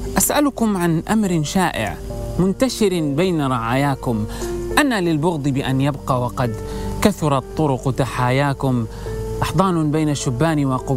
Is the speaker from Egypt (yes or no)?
no; Sudan; عندنا في السودان